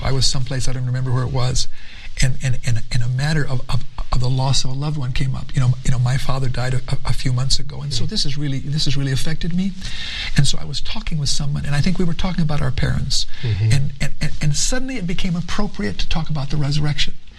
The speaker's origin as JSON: {"language": "English", "region": "Florida", "country": "United States", "said": "I'd call him a cowboy, you know, okay. because I'm from Florida."}